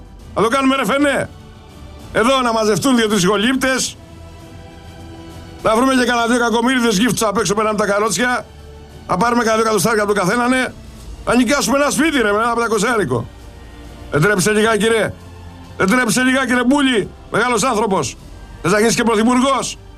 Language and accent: Greek; Mystras, Peloponnese, Greece; στα μέρη μου, στο Μιστρά.